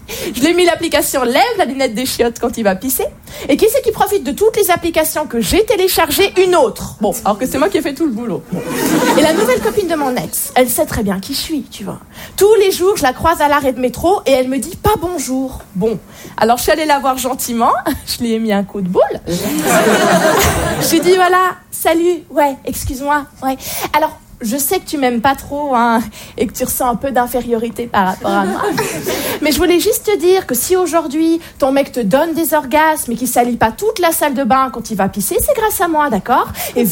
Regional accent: Switzerland; Alors oui, je viens de Suisse, mais je peux vous le dire ce soir.

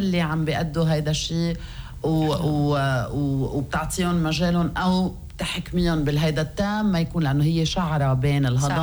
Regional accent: Lebanon; ما بيقدي الحياة اللي عم نعيشها نحن كلبنانية

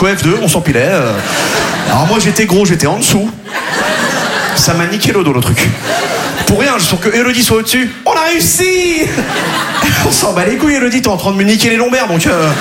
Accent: Quimperlé, Brittany, France; là d'où je viens, à Quimperlé, on n'avait pas les sports cool. On n'avait pas basket, hand-foot.

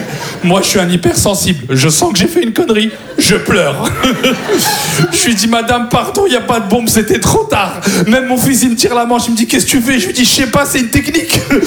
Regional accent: France; je lui dis, je suis français.

